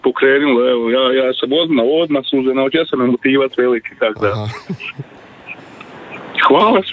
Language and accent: Croatian; Našice, Osijek-Baranja County, Croatia; evo, ja sam iz Našica, imamo to vata jezero Lapovac, evo, tu se kupamo i to.